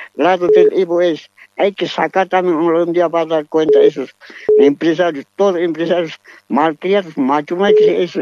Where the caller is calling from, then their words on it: Cochabamba, Bolivia; yo estoy llamando de Cuchabamba … Chiquipaya